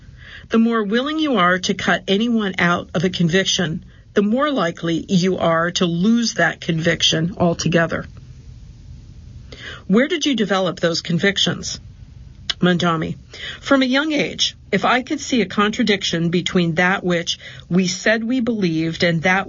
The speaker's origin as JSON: {"language": "English", "country": "Uganda", "tie": "born there", "said": "I was born in Uganda in East Africa."}